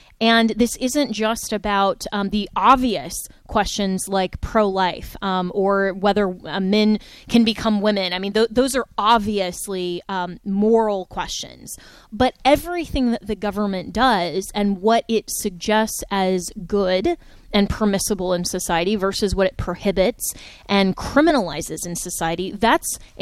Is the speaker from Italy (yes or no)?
no; Florida, United States; Well, I think that perhaps my home state, the Free State of Florida, has been doing that well compared to perhaps California or New York